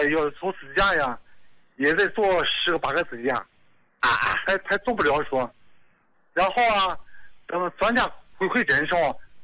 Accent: Dalian, Liaoning, China; 我是大连的。

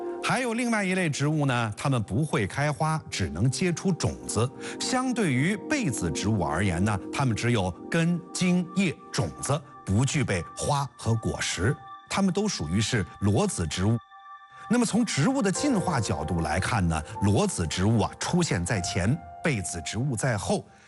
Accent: China; 我们中国人对花的喜爱由来已久

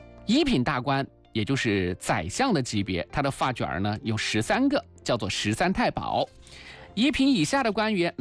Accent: China; 我们中国人

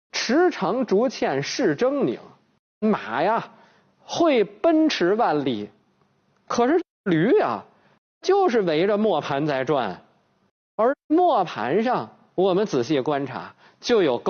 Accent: China; 对《红楼梦》这书啊，我们中国人不会陌生。

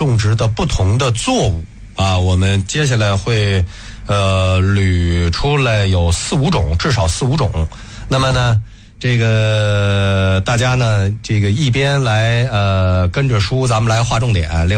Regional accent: China; 我们中国人讲南橘北枳，对不对？一方水土一方人

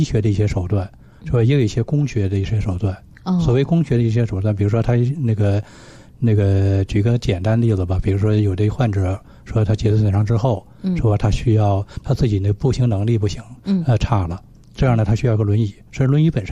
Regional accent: Japan; 就是咱们日本人的习惯呢，就是还是那种盆浴

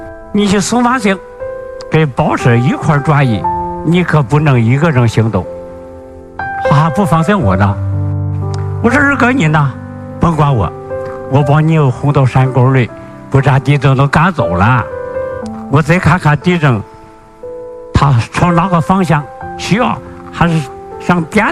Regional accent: Pingshan County, Hebei, China; 我来自河北省平山县南公路沟村人，

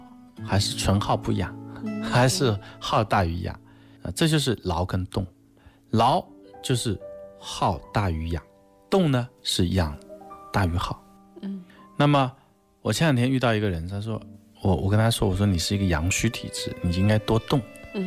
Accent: China; 那我们中国人呢，他也是讲究一种中正的饱满的一种气象。

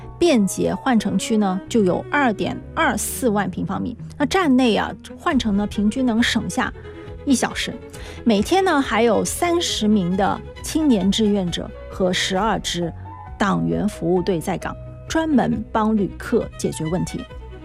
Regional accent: Guangdong, China; 对于我们老广来说

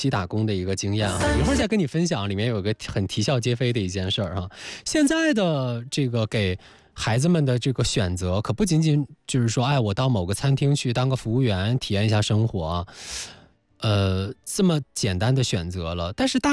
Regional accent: Dandong, Liaoning, China; moved away; 在我的老家丹东

